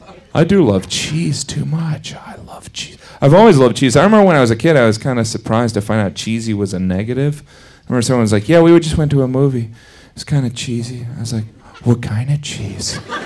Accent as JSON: {"language": "English", "region": "Indiana", "country": "United States", "tie": "born or raised there", "said": "I grew up in Indiana, and I was back home walking around the Kmart in our town, or as we called it, the mall."}